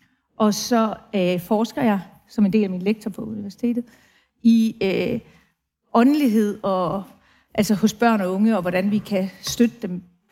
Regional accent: Brønderslev, North Denmark Region, Denmark; accent: heavy North Jutland; now in Copenhagen, Denmark; Jeg er oprindelig fra den nordligste del af Jylland, ude på landet.

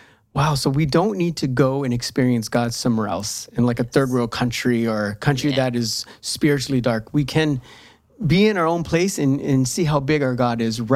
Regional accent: United States; from the U.S.

